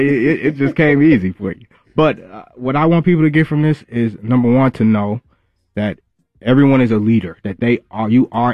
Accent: Minneapolis, Minnesota, United States; now in Atlanta, United States; I grew up in Minneapolis, Southside, Minneapolis.

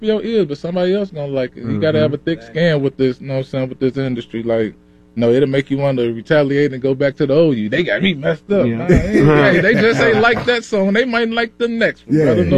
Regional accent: Osceola, Mississippi, United States; now in Minnesota, United States; I'm from Osceola, Mississippi. Everybody know everybody. I'm from the dirt. I'm from the Delta of Mississippi. And I'm up here in Minnesota. And I've been up here. I rep both of them. I love Minnesota, for sure.

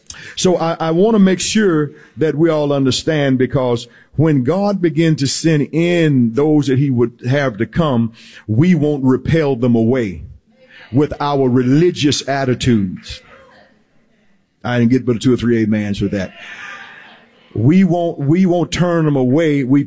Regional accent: the South, United States; accent: southern; I'm speaking English. May have a southern accent to it a little bit

